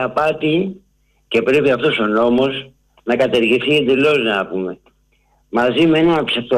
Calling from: Attica, Greece; από Βόρεια Προάστια.

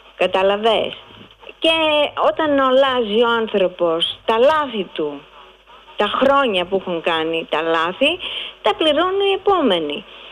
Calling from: Greece

